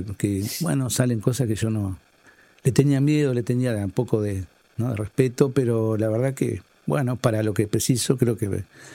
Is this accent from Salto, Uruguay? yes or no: yes; Salto, Uruguay; había peñas en Salto, me llevaba, yo era chiquito y yo cantaba